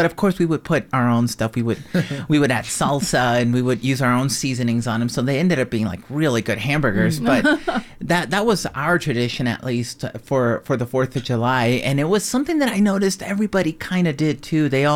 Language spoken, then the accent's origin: English; Mexico; now in United States; growing up in Mexico